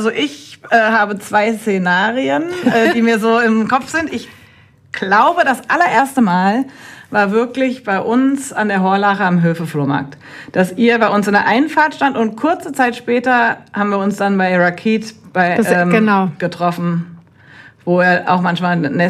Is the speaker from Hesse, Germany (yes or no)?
yes; Wiesbaden, Hesse, Germany; moved away as an adult; also born or lived in Mainz; now in Rüsselsheim, Germany; bin im Rheingau-Taunus-Kreis in Wiesbaden groß geworden und habe dann in Mainz studiert. Später, als ich dann wieder hier im Rhein-Main-Gebiet war beruflich, bin ich nach Darmstadt gependelt von Wiesbaden aus.